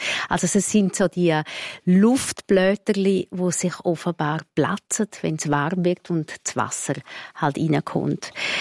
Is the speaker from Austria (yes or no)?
no; Graubünden, Switzerland; ich bin in Engadin aufgewachsen, als Bergmeidli.